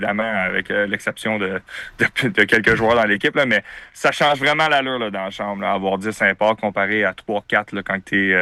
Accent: Quebec, Canada; mais je suis fier québécois, fier canadien.

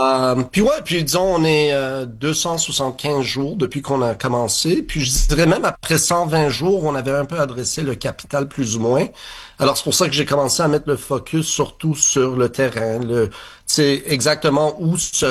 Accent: Montreal, Quebec, Canada

